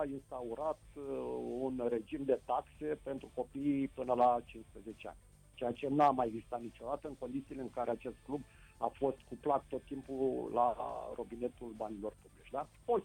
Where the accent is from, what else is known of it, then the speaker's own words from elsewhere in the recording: Bacău, Bacău County, Romania; eu sunt din Bacău